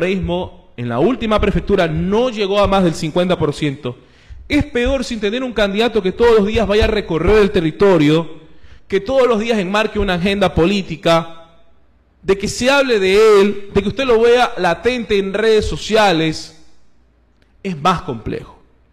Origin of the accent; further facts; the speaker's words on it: Santa Ana, Manabí, Ecuador; now in Manta, Ecuador; Porque resulta que yo vivo en Manta, pero le escuché, perdón, yo soy de Santana y le escuché al Mashi que en Manta voten por el 72.